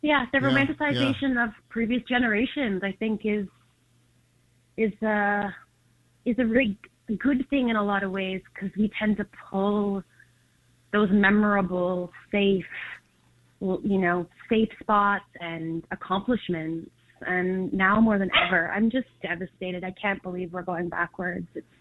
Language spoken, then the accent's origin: English; Canada; I'm a Canadian born in my 40s now. I'm 44